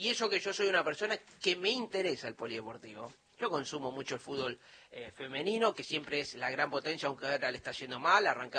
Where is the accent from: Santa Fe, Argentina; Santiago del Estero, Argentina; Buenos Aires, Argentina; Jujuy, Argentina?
Santa Fe, Argentina; Y bueno, es provincia de Córdoba, yo soy Santa Fe, pero pasamos por ahí muy cerca, muy pegado